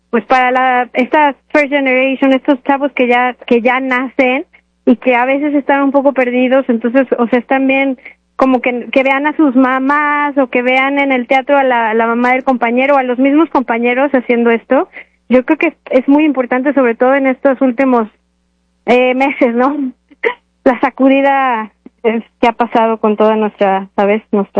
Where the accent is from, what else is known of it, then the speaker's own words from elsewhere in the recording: Mexico; como yo estoy aquí, todas somos mexicanas, ya sea que muchas regresan o están en otras actividades con los niños